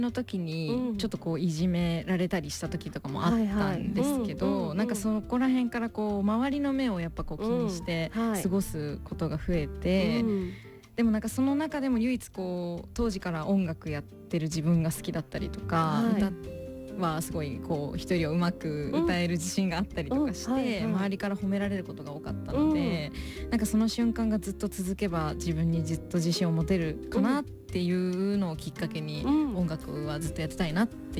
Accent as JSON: {"language": "Japanese", "region": "Shizuoka", "country": "Japan", "tie": "born or raised there", "also_born_or_lived": "Switzerland", "said": "スイス生まれの静岡県出身、27歳、シンガーソングライターです。"}